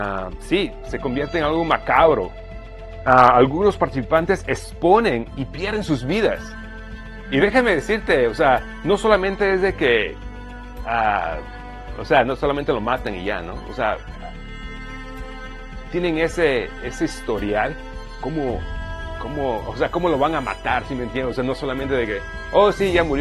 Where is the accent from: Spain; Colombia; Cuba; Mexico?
Mexico; yo soy de México y la verdad, o sea, a ver, decimos, ¿no?